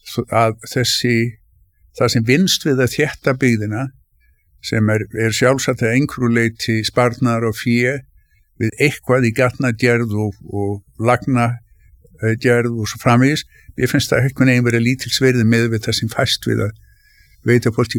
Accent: Reykjavík, Capital Region, Iceland; born or raised there

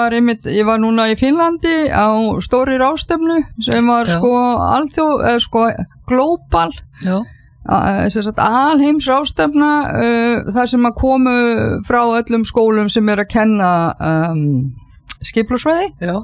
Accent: Kaupangur, Northeastern Region, Iceland; moved away as an adult; also born or lived in Seattle, United States / Birmingham, United Kingdom; ég fædd og uppalinn í Kaupangi í Kaupangsveit sem núna Eyjafjarðarsveit þannig ég bóndadóttir

